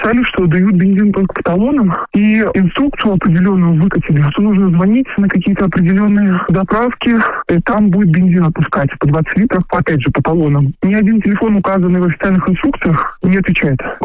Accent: Moscow, Russia; Мы из Москвы приехали в Крым в отпуск 2 дня назад.

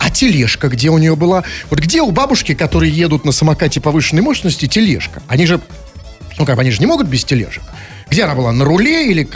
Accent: Lipetsk Oblast, Russia; now in Moscow, Russia; Типа, я из Липецкой области переехал, так сказать

